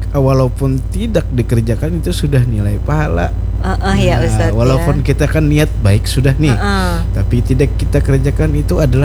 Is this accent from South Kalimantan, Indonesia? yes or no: yes; Banjarmasin, South Kalimantan, Indonesia; kita syukuri sebagai warga Banjarmasin, beribadah nyaman.